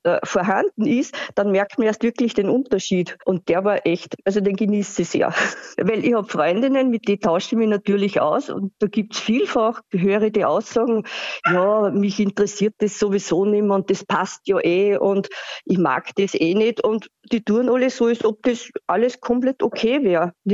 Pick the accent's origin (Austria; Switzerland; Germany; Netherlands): Austria; Upper Austria; moved away; ich wandere bis in meine alte Heimat nach Oberösterreich, über die Nordalpen drüber